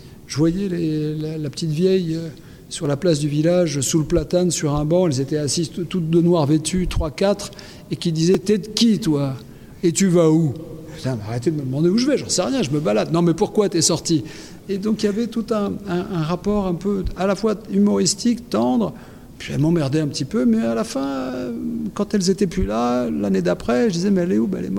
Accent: France; born there; c'est-à-dire que je viens d'une famille grec du centre du pays avec des parents immigrés qui ont fait que je suis né en France.

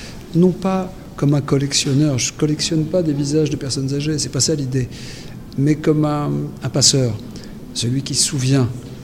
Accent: France; born there

